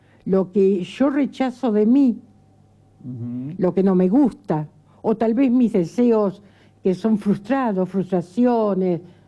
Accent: Argentina

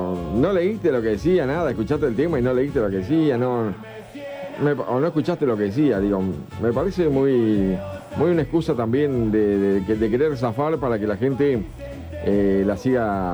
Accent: Argentina; somos argentinos en serio.

